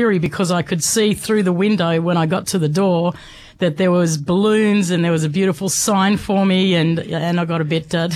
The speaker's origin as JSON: {"language": "English", "town": "Bega", "region": "New South Wales", "country": "Australia", "tie": "born or raised there", "said": "I don't really want to move back to Bega because, you know, it was my hometown. It's where I grew up."}